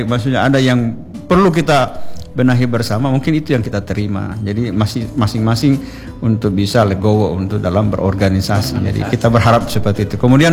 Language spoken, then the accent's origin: Indonesian; Buol, Central Sulawesi, Indonesia; Inti indikator daripada kita bahwa kita orang Bol itu adalah bahasa.